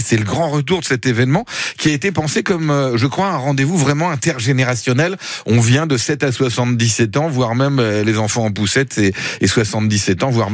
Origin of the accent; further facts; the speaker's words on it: Centre-Val de Loire, France; chez nous en Touraine.